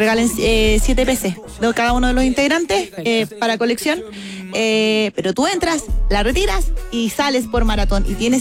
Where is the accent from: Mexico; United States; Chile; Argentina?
Chile; Pero chilenos que somos.